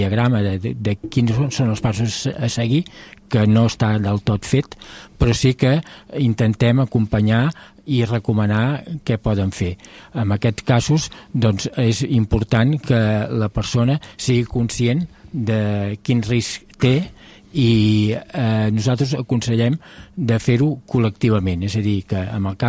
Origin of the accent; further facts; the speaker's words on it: Sabadell, Catalonia, Spain; soc de Sabadell